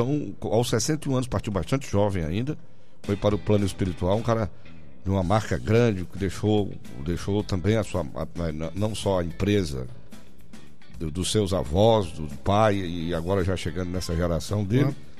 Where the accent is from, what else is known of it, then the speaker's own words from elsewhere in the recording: Ipu, Ceará, Brazil; Lá no Ipu, a situação é complicada. A minha terra.